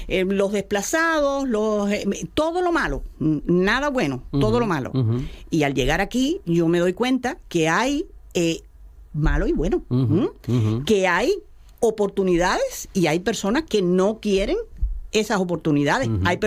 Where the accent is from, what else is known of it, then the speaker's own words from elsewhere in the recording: Cuba; now in Gijón, Spain; Entonces, para nosotros, como cubanos, como personas que estamos tratando de llevar adelante nuestra vida